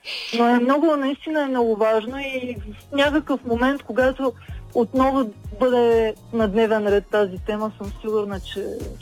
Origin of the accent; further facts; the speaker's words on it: Kazanlak, Stara Zagora Province, Bulgaria; съм родом от Казанлък.